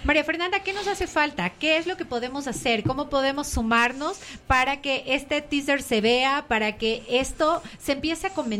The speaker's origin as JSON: {"language": "Spanish", "country": "Ecuador", "said": "identidad como ecuatorianos"}